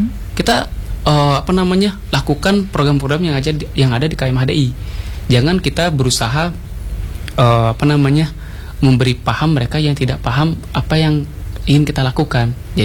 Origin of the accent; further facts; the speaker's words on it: Bali, Indonesia; aku tahu ketahui dulu, aku orang Bali loh, aku orang Hindu, yang aku pelajari ini